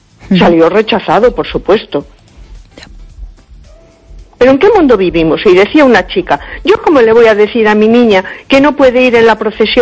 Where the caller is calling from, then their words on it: A Coruña, Galicia, Spain; Hola, buenas noches. … de Coruña.